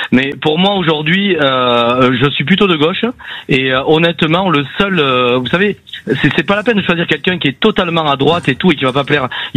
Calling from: France; mes parents viennent d'ailleurs, d'Afrique du Nord, du Maroc. Je suis français depuis ma naissance, fier de l'être

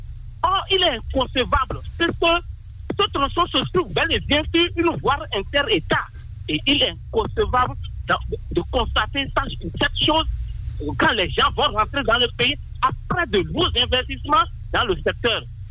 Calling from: Cotonou, Littoral, Benin; depuis les enclaves de Cotonou, les cheminots.

